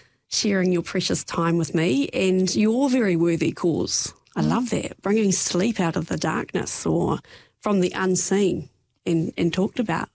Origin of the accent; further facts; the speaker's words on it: Ranfurly, Otago, New Zealand; moved away as an adult; I came from Ranfurly, grew up in Ranfurly, and we lived just, you know, you wouldn't say outskirts, but a few blocks back from the main bit, I suppose you'd say. So pretty quiet, you know, and we didn't have neighbours close by.